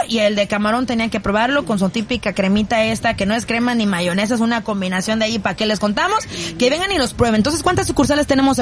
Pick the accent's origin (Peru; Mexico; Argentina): Mexico; Rosarito, Baja California; Yo soy de Rosarito, Baja California.